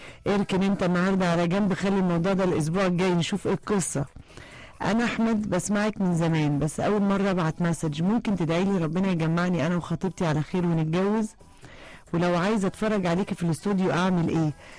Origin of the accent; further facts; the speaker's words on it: Egypt; واحنا مصريين أهل كرم